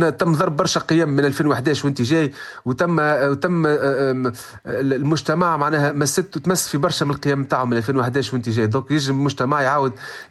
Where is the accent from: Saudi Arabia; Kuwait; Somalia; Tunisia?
Tunisia; لا هو هو موجود عندنا في تونس موجود